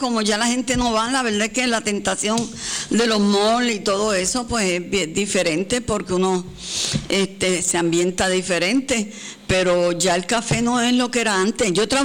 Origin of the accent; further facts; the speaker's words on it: Puerto Rico; Nada, pero vamos a seguir juntos como buenos puertorriqueños.